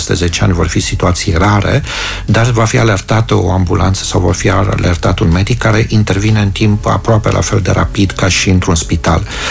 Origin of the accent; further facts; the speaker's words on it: Timișoara, Timiș County, Romania